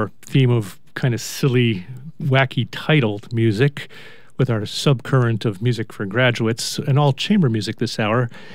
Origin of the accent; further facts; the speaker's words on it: Chicago, Illinois, United States; Born in my hometown of Chicago